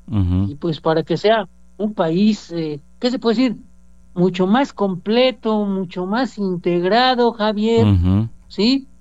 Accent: Mexico; también como mexicano

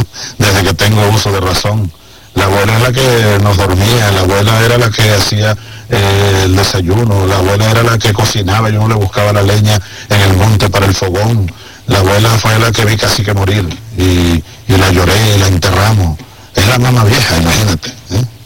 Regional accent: Sabaneta, Barinas, Venezuela; De niño en Sabaneta, pues ya jugábamos, pero era con pelota de goma y con unos mates hechos con ramas de guayabo, con un árbol que aguantara. Y era la pelota sabanera, sin muchas normas

